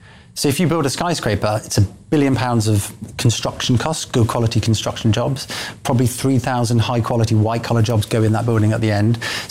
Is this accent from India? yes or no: no; East Midlands, United Kingdom; I'm from the East Midlands. You can commute into the city in an hour from the East Midlands.